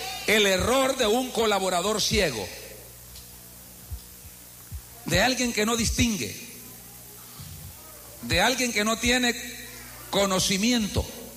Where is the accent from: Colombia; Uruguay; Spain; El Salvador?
El Salvador; Eastern El Salvador; somos salvadoreños orientales